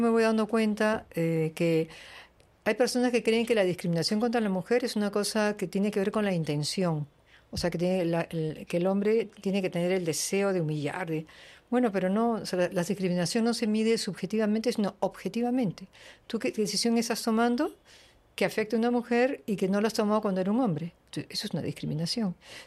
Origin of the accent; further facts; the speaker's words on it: Peru; por lo menos en mi país